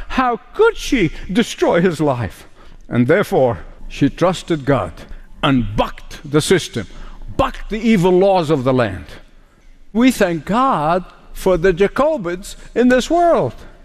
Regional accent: Egypt; You know, now growing up in Egypt, we were taught in school, almost recited on a regular basis, that the Nile is the life of Egypt.

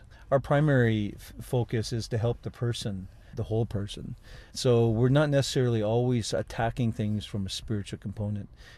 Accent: Kelowna, British Columbia, Canada; Well, I grew up in Kelowna, BC, the land of peaches and beaches. What a great place to grow up.

